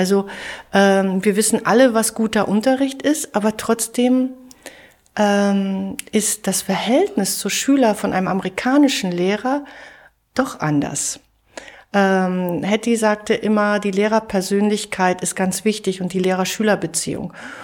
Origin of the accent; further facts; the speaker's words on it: Germany; also born or lived in Johannesburg, South Africa; ich habe jahrelang in Südafrika gelebt, an der Deutschen Internationalen Schule Johannesburg. So, ich kenne das, wie man ist als Deutscher im Ausland.